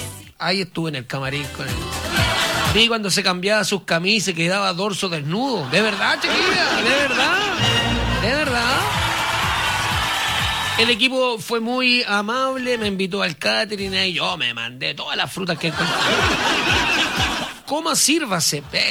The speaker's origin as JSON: {"language": "Spanish", "country": "Chile", "said": "Un chile, soy chileno y más de alguna vez alguno"}